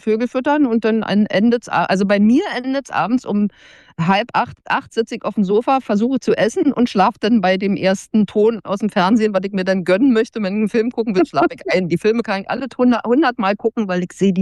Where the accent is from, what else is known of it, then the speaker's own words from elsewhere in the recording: Buckow, Brandenburg, Germany; So, weil ich bin ja, wie gesagt, in Buckow aufgewachsen.